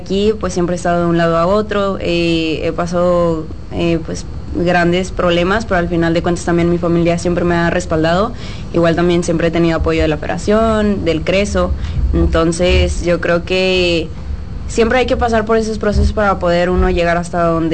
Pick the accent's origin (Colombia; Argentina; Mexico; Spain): Mexico; now in Dominican Republic; competí con mis compañeras, compatriotas, que también son mexicanas.